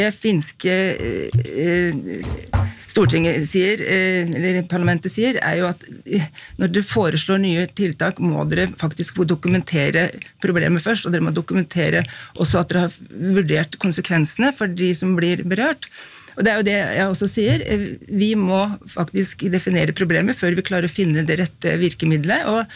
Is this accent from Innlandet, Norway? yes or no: yes; Flisa, Innlandet, Norway; der jeg kommer fra på Flisa.